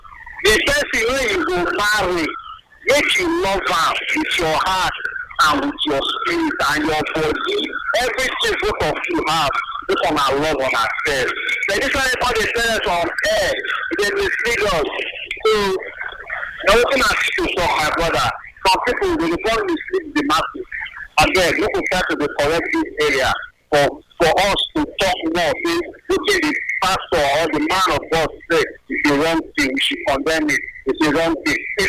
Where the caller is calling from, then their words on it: Kenya; I'm from Better State. I'm calling from Kenya.